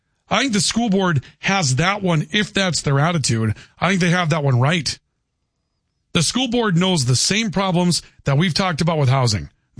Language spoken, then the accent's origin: English; Valley City, North Dakota, United States; moved away; my hometown, Valley City, not Thompson.